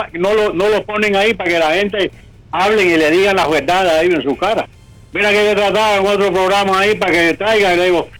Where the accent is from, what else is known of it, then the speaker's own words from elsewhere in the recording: Cuba; moved away; nosotros somos cubanos también y yo conozco Cuba.